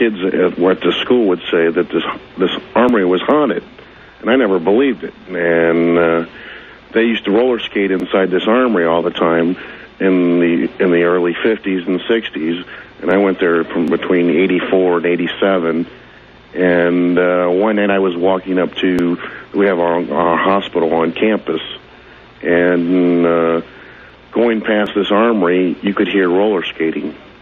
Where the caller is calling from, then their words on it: Akron, Ohio, United States; How you doing? I'm calling from Akron, Ohio.